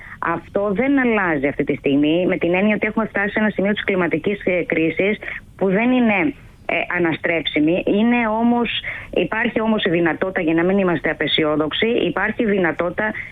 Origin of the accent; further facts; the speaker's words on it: Greece; Εμείς το βιώνουμε πολύ έντονα εδώ ως Έλληνες